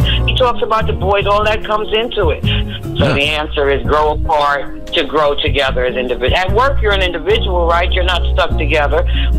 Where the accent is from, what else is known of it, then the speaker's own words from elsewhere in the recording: The Bronx, New York, United States; from the Bronx. Good evening, everybody.